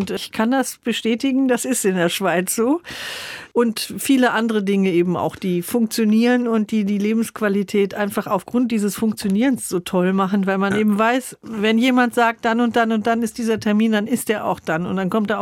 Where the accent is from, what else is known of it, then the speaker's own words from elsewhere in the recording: Germany; moved away as an adult; also born or lived in Halle an der Saale; now in Zurich, Switzerland; und ich als Deutsche